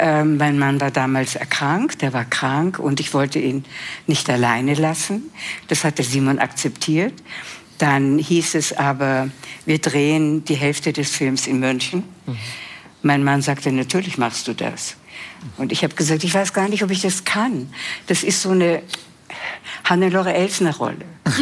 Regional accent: Vienna, Austria; moved away; Ich bin ja Wienerin.

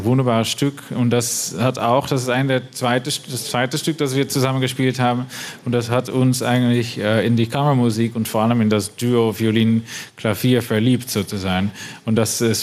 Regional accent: Rotterdam, South Holland, Netherlands; German is a second language

